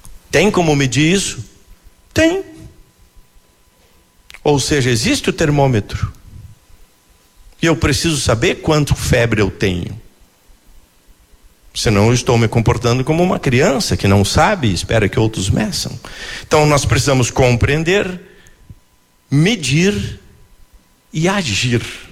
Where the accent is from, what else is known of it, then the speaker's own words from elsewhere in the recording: Brazil; essa fotografia é de um rio, que é o rio da minha infância. É o rio onde eu nasci. Chama-se o Rio Jaguari.